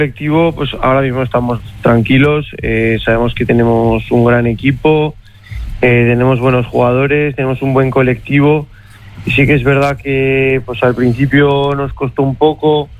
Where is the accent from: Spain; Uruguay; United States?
Spain; Zaragoza, Aragon; now in Barakaldo, Spain; soy de Zaragoza